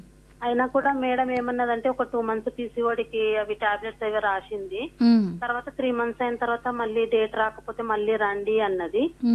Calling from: Hyderabad, Telangana, India; మేము హైదరాబాద్ నుంచి మాట్లాడుతున్నాం మేడం.

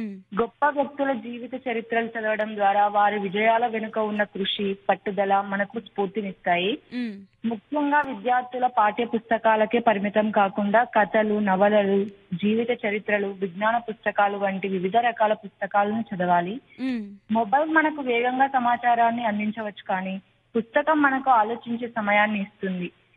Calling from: Kurnool district, Andhra Pradesh, India; మాది కర్నూలు డిస్ట్రిక్ట్ అండి. నేను కడపలో యోగిరమణ యూనివర్సిటీ నుంచి చేస్తున్నా.

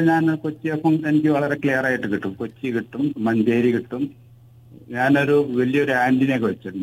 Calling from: Shoranur, Kerala, India; നമസ്കാരം, ഞാൻ ഷൊർണൂരിൽ നിന്നാണ് സംസാരിക്കുന്നത്.

